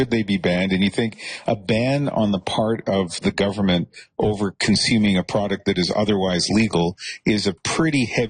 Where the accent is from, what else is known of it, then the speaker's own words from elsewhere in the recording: Canada; if I have to do my part as a Canadian by eating more honey